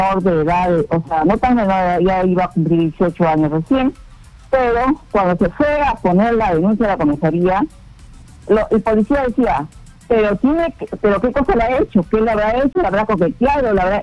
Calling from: Lima, Peru; de Chorrillos.

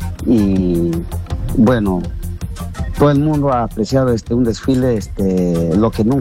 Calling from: Lima, Peru; Pero residente en Los Olivos.

